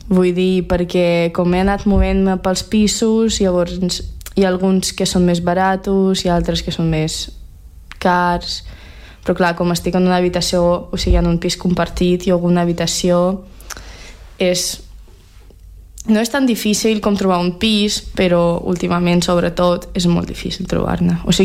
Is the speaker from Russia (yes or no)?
yes; Russia; Catalan is a second language; now in Catalonia, Spain; l'altra sóc jo de Rússia